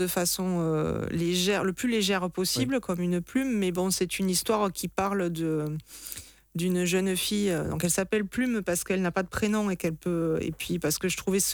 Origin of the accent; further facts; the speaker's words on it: Occitanie, France; moved away as an adult; now in near Nîmes, France; Je suis donc originaire d'à côté de Béziers, qui est une ville où il y a une forte tradition taurine aussi.